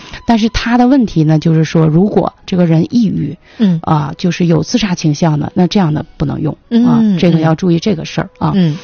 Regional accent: China; 所以说我们中国人很多都说哎呀带激素不用，

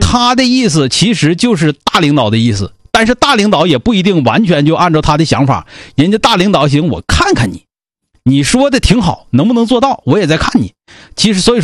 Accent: Northeast China, China; 咱们东北足吃足喝

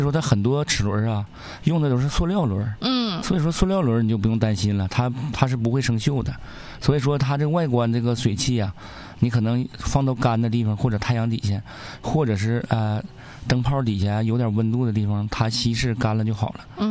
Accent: Northeast China, China; now in Changchun, China; 我觉得作为东北人来还是挺幸福的。你看在咱们长春虽说是热暑伏了

